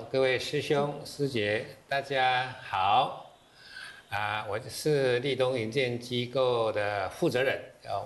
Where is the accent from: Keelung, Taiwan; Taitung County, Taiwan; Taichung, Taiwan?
Taichung, Taiwan; Tanzi; 好的，我是民国43年在潭子出生，读潭子国小，潭子那个地方有潭子糖厂，